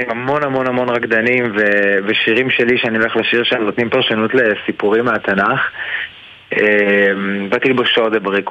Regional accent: Kfar Saba, Central District, Israel; אני כפר סבאי

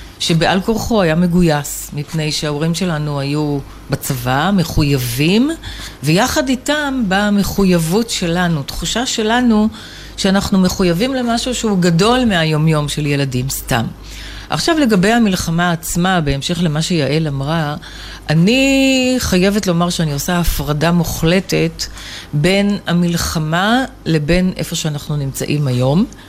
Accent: Tel Aviv, Tel Aviv District, Israel; גדלנו בשכונות של גנרלים.

